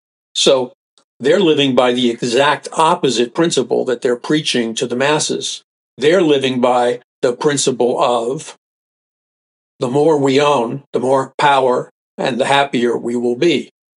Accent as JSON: {"language": "English", "town": "New York City", "region": "New York", "country": "United States", "tie": "born or raised there", "said": "I remember growing up in New York City, people talk very straight"}